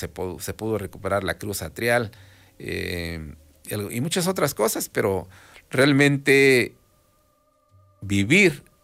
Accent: Los Reyes, Mexico; En el caso de mi barrio, Los Reyes, pues decimos, yo soy de Los Reyes. Pero Los Reyes tiene un nombre prehispánico que es Xoquitlán.

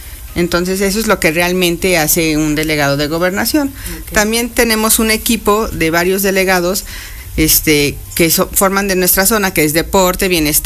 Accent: Puebla, Mexico; para nosotros como poblanos

